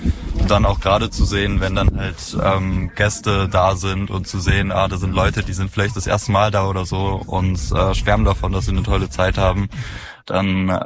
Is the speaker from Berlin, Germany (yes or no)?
no; Halle, Saxony-Anhalt, Germany; Ja, wir sind auch aus Halle